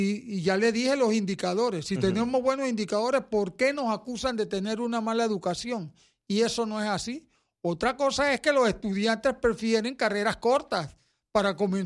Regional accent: Panama

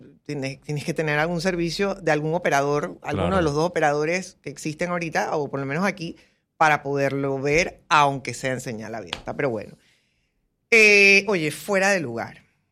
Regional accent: Panama; yo no me puedo poner otra camiseta si soy panameña

